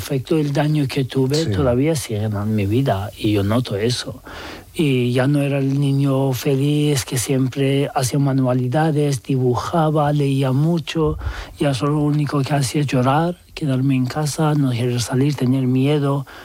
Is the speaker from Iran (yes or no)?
yes; Tehran, Tehran Province, Iran; born or raised there; Spanish is a second language